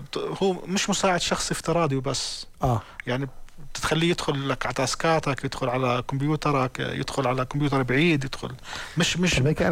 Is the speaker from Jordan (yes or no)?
yes; Jordan; بجوز احنا عندنا بالأردن